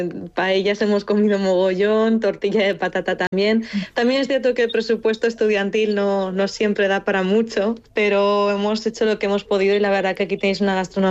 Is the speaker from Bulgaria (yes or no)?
yes; Lovech, Lovech Province, Bulgaria; Spanish is a second language; moved away as an adult; now in Spain; Yo de una ciudad pequeñita que se llama Lovech.